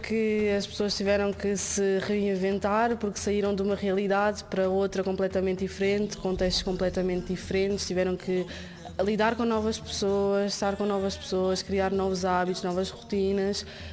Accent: Lisbon, Portugal; born there; eu nasci no Lumiar, lá em cima, mas sempre convivi com as pessoas que moravam no bairro

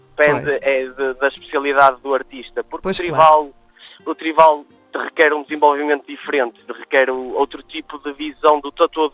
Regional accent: Esmoriz, Aveiro, Portugal; moved away as an adult; Eu sou oriundo de Ismuriz.

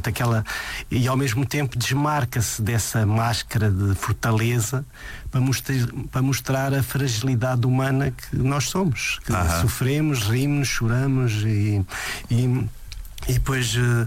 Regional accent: Mozambique; born there; por ser da minha terra, né, onde eu nasci.

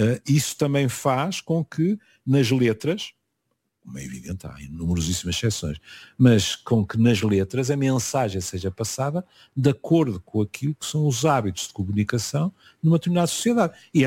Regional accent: Porto, Norte, Portugal; Eu sou muito portuense nisso, porque tenho um ouvido granítico.

